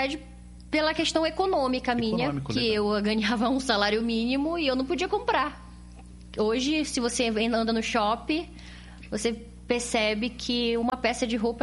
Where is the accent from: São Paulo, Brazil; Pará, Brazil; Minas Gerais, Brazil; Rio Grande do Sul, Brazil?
Pará, Brazil; Belém; Eu sou de Belém do Pará.